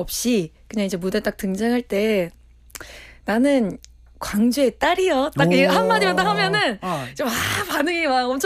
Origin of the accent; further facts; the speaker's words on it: Jeolla, South Korea; 우선 제가 또 고향이 전라도라.